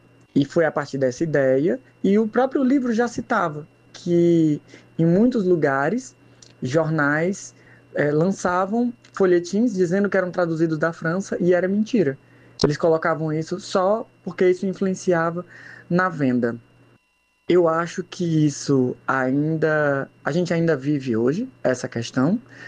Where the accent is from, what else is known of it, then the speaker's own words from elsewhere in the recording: Teresina, Piauí, Brazil; Eu sou de Teresina, do Piauí, no Nordeste.